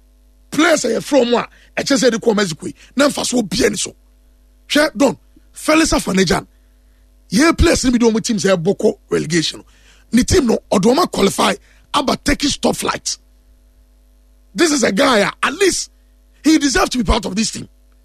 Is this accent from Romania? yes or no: no; Ghana; As a Ghanaian, I'll be happy to see us here.